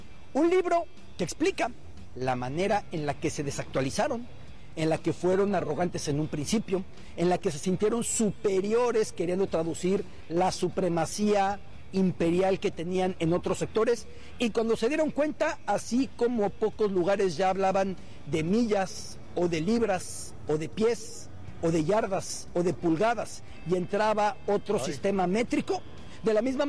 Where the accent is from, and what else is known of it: Mexico